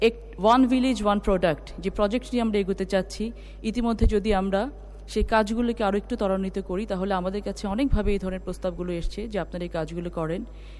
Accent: Natore, Rajshahi Division, Bangladesh; নাটোরের মানুষ, আমি নাটোরের মেয়ে।

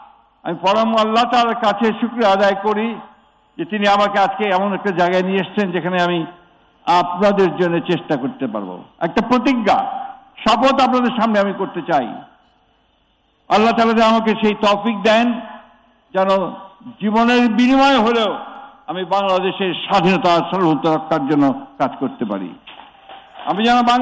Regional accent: Bangladesh; আমার জন্ম এখানে, আমার শৈশব কেটেছে এখানে, আমার স্কুল জীবন এখানে

